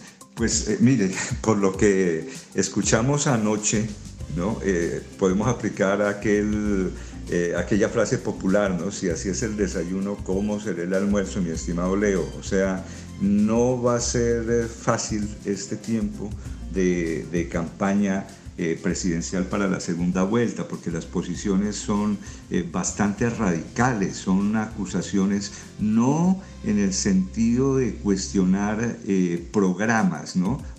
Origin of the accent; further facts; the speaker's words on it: Colombia